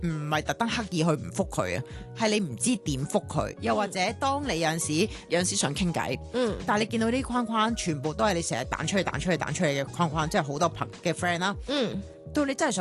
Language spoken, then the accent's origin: Cantonese; Hong Kong; 嗱，呢啲咪就是我哋香港人独特嘅生活模式。